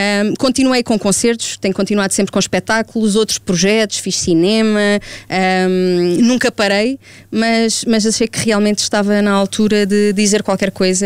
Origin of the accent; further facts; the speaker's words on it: Algarve, Portugal; moved away; tive que voltar à minha casa, tive que voltar ao Algarve. Tive uma semaninha para matar saudades de amigos e da minha terra.